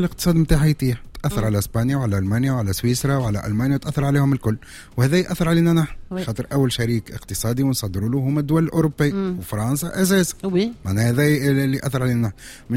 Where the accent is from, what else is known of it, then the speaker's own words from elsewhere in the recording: Tunisia; عندنا في تونس